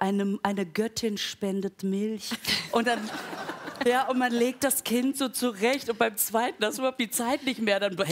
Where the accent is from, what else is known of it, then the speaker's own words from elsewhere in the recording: Baden-Württemberg, Germany; Ich komme ja aus Schwaben.